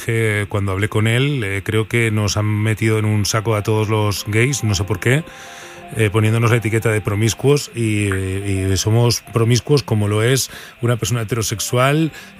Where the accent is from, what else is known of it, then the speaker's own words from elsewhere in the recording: Burgos, Castile and León, Spain; por el norte, allá por mi tierra, por Burgos.